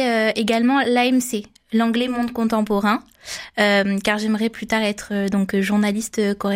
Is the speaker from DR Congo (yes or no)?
no; Lunel, Occitanie, France; also born or lived in Montpellier; Je suis née à Montpellier